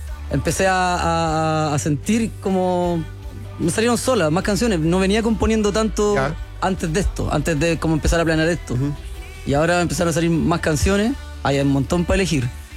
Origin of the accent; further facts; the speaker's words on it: Los Ángeles, Biobío, Chile; Ah, que somos de Los Ángeles.